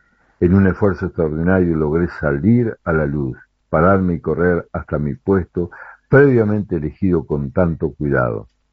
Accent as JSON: {"language": "Spanish", "town": "La Paz", "region": "Colonia", "country": "Uruguay", "tie": "born or raised there", "said": "El haber vivido muchas etapas de mi niñez y adolescencia en La Paz, colonia piamontesa, me acercan de una manera especial a lugares y personajes que aparecen en esta obra"}